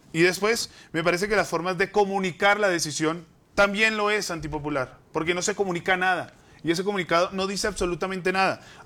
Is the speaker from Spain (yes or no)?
no; Colombia